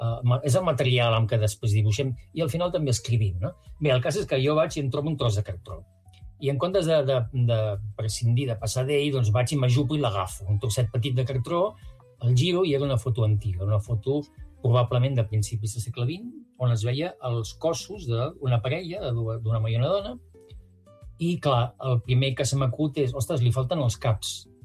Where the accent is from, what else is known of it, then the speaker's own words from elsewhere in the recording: Barcelona, Catalonia, Spain; also born or lived in Creixell / Torredembarra; now in Empordà, Spain; Jo soc barceloní i visc a l'Empordà, imagina't, no? Jo vaig passar la infantesa entre Creixell i Torredembarra, aquella zona, però, clar, jo era un barceloní trasplantat